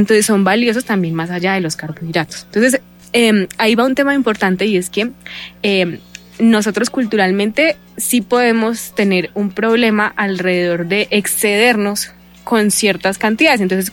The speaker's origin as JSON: {"language": "Spanish", "region": "Boyacá", "country": "Colombia", "said": "yo donde soy de Boyacá"}